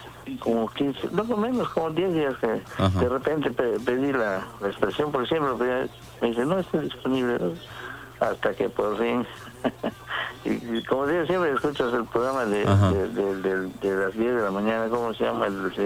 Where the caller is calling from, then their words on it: Mérida, Yucatán, Mexico; Aquí en Mérida.